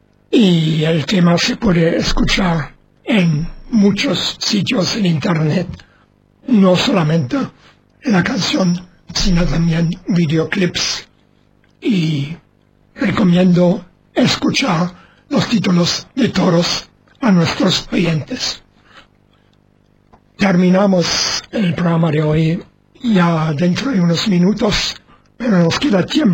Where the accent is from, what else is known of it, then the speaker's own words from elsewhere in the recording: Canary Islands, Spain; Debería ser también Liberen a Willy en Canarias, porque tampoco utilizamos esta forma rara de liberar